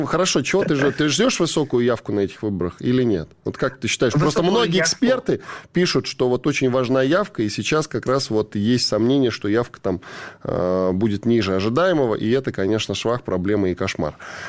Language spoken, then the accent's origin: Russian; Moscow, Russia; Я москвич, меньше.